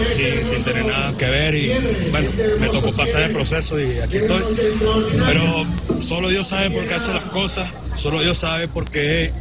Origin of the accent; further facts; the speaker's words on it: Maturín, Monagas, Venezuela; Yo soy de Maturín